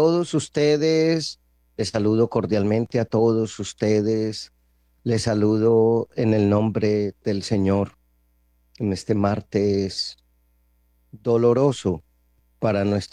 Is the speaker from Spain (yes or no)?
no; Colombia